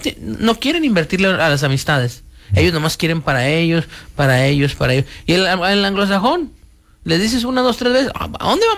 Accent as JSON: {"language": "Spanish", "country": "Mexico", "moved": "yes", "lives_now": "United States", "said": "desde que venimos de México, sabemos que corremos ese riesgo"}